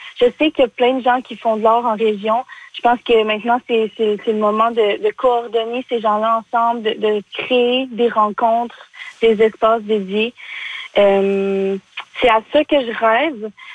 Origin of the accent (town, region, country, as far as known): Quebec, Canada; moved away as an adult; now in Montreal, Canada